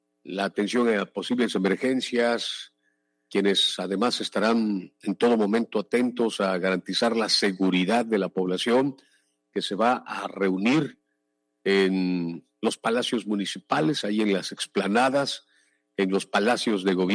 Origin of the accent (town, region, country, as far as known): Mexico